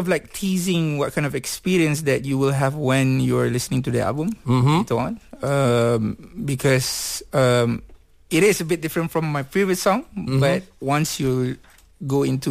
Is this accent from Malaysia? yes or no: yes; Kajang, Selangor, Malaysia; Actually, Kajang is my hometown.